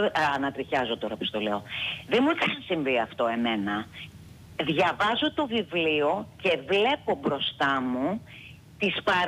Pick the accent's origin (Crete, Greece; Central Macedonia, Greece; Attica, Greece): Crete, Greece; Είμαι από την Κρήτη.